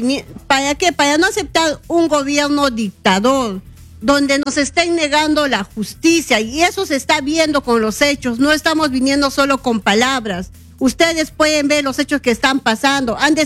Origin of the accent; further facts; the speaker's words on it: Peru; siendo peruanos